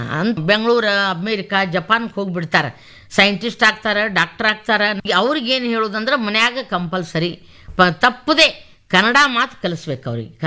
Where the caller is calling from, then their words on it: Sindagi, Karnataka, India; ನಮ್ಮ ಸಿಂದಗಿ, ನಮ್ಮ ವಿಜಾಪುರ ಜಿಲ್ಲೆ ಸಿಂದಗಿಯವ್ರು ನಾವು.